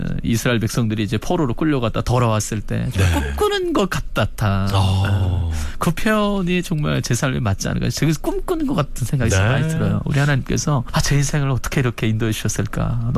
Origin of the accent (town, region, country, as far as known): North Korea; moved away as an adult; now in South Korea